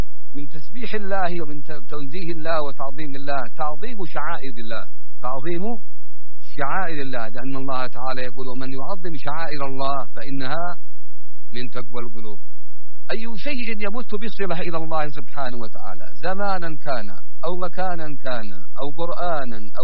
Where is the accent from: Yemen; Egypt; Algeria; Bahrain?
Yemen; عندنا في اليمن لو نسمع مثلا اللغة المهارية